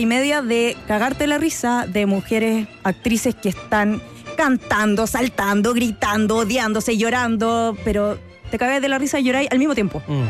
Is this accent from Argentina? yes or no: no; Chile